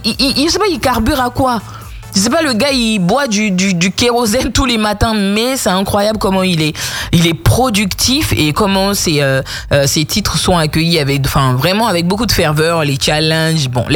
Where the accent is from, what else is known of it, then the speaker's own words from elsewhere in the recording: Côte d’Ivoire; en tant que bon ivoirien.